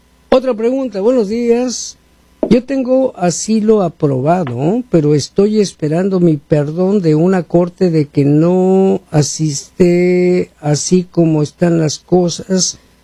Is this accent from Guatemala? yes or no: yes; Guatemala; now in United States; Mi pregunta es, ¿no afecta la pausa de los 75 países? Yo soy de Guatemala.